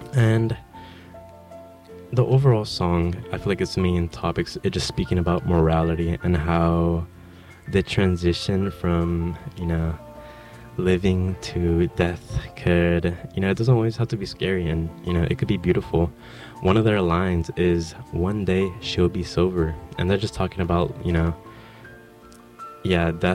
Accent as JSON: {"language": "English", "town": "Los Angeles", "region": "California", "country": "United States", "tie": "born or raised there", "moved": "as an adult", "lives_now": "Santa Barbara, United States", "said": "Los Angeles, California. Let's go, my hometown."}